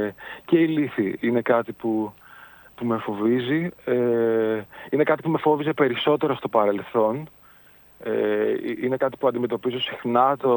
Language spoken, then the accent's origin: Greek; Athens, Attica, Greece; ως Αθηναίος και έχοντας ζήσει όλη μου τη ζωή σε αυτή τη δύσκολη πόλη